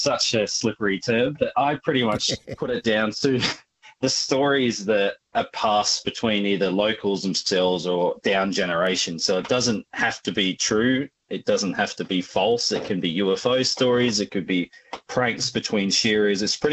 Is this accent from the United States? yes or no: no; South Australia, Australia; I've born and raised in South Australia. So I've grown up listening to so many stories from the Fluro Peninsula, where I'm from.